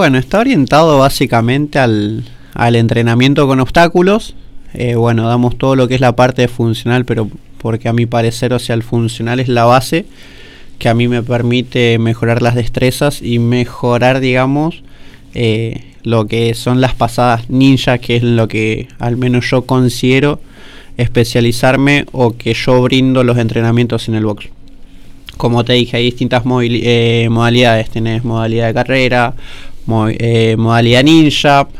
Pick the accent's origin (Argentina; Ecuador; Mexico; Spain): Argentina; soy un pibe nacido y criado en Altos del Oeste.